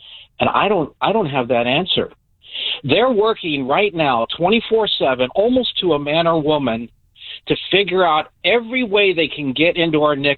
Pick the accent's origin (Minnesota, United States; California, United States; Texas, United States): California, United States; Lincoln; born or raised there